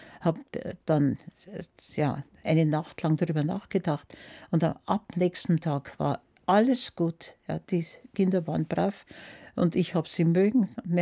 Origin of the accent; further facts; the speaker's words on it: Niederding, Bavaria, Germany; also born or lived in Munich; Ich komme also aus München, Maria Hilfplatz geboren, da gibt es nicht mehr viele. Mein Geburtsjahr ist 1934. Aber ich bin nicht in München aufgewachsen, sondern in Niederding